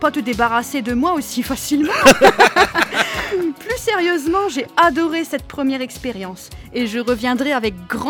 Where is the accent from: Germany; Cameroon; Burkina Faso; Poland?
Poland; now in France; on part en Pologne, mon pays d'origine